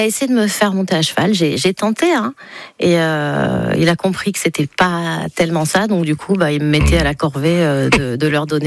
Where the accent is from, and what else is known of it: Nice, Provence-Alpes-Côte d'Azur, France